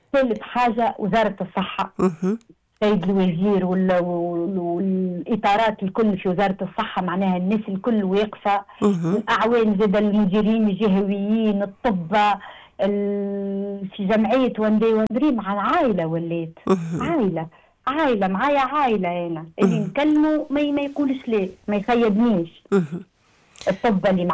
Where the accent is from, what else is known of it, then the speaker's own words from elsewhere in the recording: Tunisia; بلادنا تونس